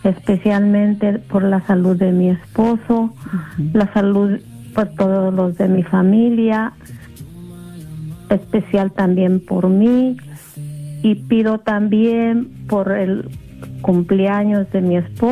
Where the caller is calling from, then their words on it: Guadalupe, California, United States; le llamo de Guadalupe, California.